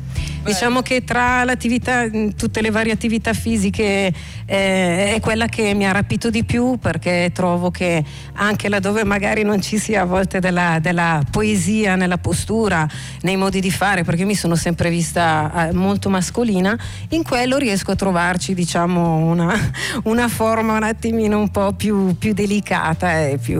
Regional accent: Palermo, Sicily, Italy; born there; Sono nata a Palermo, che è una città di mare.

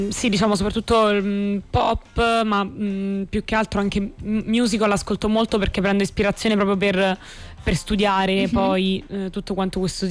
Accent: Avezzano, Abruzzo, Italy; born there; Ad Avezzano, in provincia dell'Aquila sono nata.

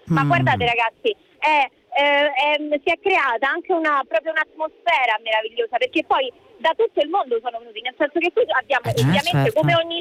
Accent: Rome, Lazio, Italy; Io sono romana di Roma, proprio.

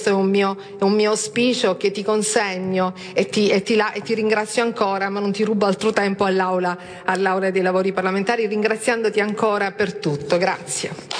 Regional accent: Palermo, Sicily, Italy

